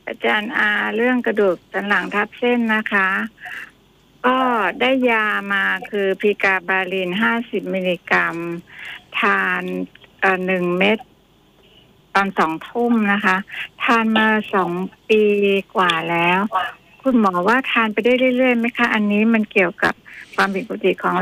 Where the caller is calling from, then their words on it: Bangkok, Thailand; กรุงเทพค่ะพี่แจนค่ะ